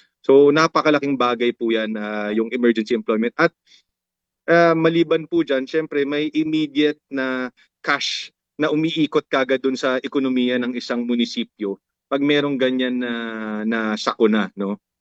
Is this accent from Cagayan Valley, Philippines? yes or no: yes; Cagayan Valley, Philippines; inaantay na po namin yung tag-ulan sa probinsya namin sa Isabela.